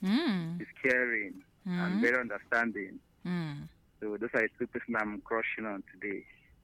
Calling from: Ninth Mile, Enugu State, Nigeria; I'm calling from 9th Mile.

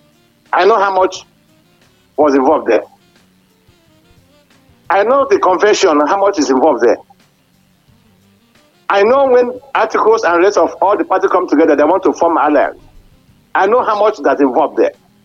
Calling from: Ibadan, Oyo, Nigeria; I'm calling here in Ibadan.

